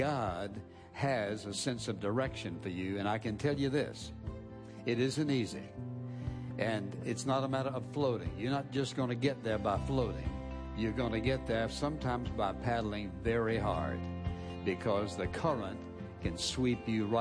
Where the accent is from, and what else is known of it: Virginia, United States; born or raised there